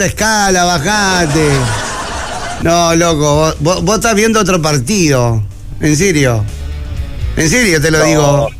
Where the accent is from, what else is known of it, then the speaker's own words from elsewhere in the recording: Argentina; Yo sé como argentino lo que han dicho de nosotros, de que somos agrandados.